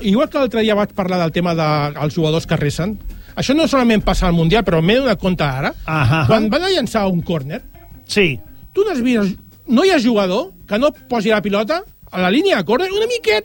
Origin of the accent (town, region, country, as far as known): Catalonia, Spain